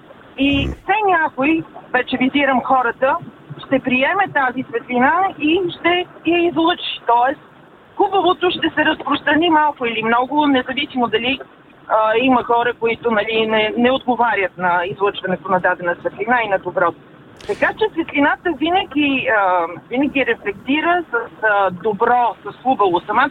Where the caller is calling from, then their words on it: Sofia, Sofia City, Bulgaria; съм от София.